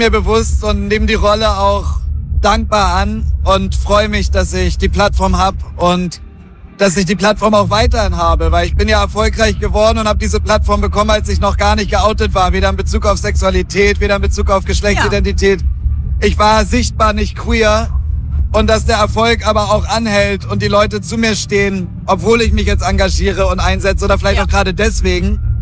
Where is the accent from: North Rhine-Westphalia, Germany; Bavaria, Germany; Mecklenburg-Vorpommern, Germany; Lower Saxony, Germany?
Mecklenburg-Vorpommern, Germany; Ich bin im Dorf in MacPom aufgewachsen. Damals gab es noch kein Internet in meiner Jugend